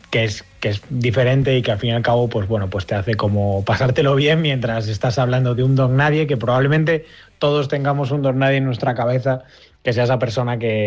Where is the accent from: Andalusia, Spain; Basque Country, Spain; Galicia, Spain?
Galicia, Spain; A Coruña; now in Madrid, Spain; Tanto Kik como yo somos de Coruña